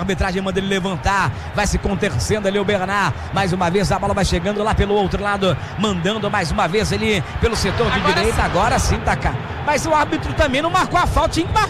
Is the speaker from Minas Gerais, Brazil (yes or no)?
yes; Belo Horizonte, Minas Gerais, Brazil; now in Rio de Janeiro, Brazil; eu sou de Belo Horizonte, Minas Gerais, e hoje estou no Rio de Janeiro.